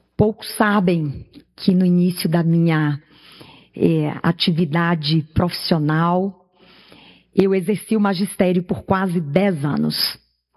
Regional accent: Bahia, Brazil; moved away; E a minha mãe, que ainda vive no sertão da Bahia, de onde vim

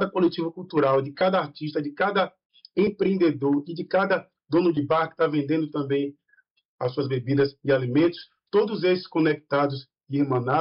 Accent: Brazil; nós como brasileiros

